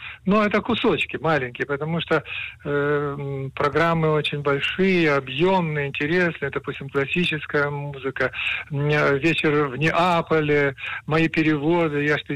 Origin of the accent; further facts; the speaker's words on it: Ukraine; now in Israel; Я сам с Украины.